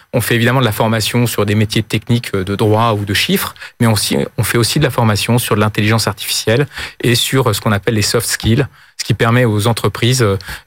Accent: Nantes, Pays de la Loire, France; now in Paris, France; Moi, je ne suis pas parisien à l'origine, je suis nantais.

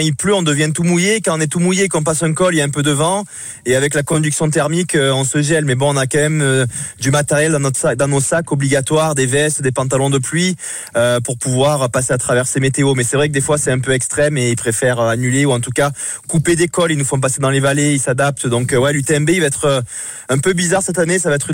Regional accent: Cavaillon, Provence-Alpes-Côte d'Azur, France; born or raised there

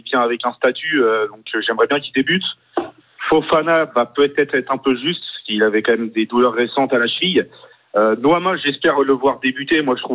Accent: Nantes, Pays de la Loire, France; Moi, en fait, je suis pas de Lyon même, je suis de Nantes, donc ça.

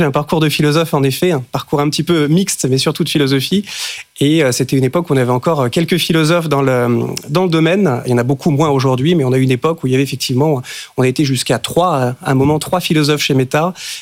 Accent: France; moi, je voulais rentrer en France pour pousser ces sujets-là sur le plan scientifique.

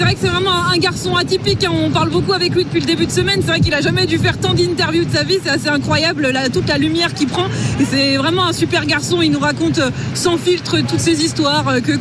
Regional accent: Brittany, France; je suis bretonne.

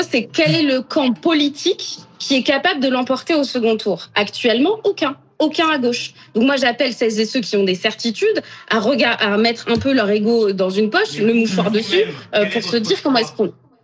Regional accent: Nouvelle-Aquitaine, France; Enfin, moi, j'habite en Gironde, j'ai grandi en Gironde. C'est mon département qui a cramé. C'est la maison de mes amis qui a cramé.

